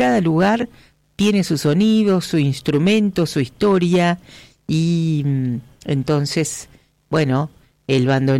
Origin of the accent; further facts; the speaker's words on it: Argentina; accent: Argentine; en este caso nuestro acento argentino, a una celebración que abraza las músicas del mundo